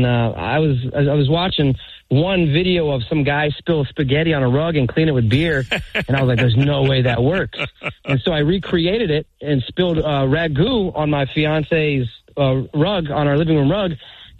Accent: Tampa, Florida, United States; I'm from Tampa, like I said, and the team I watched before they had the Rays was the Yankees

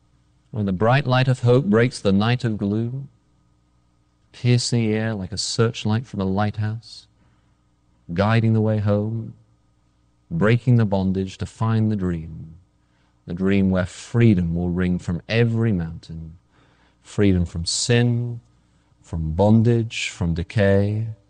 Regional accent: England, United Kingdom; you won't get all this because after all, I am English. This is a sort of English context joke.

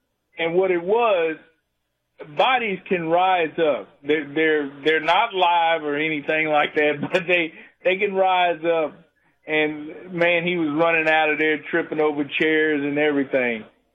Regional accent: Alexandria, Louisiana, United States; I'm from Alexandria, Louisiana

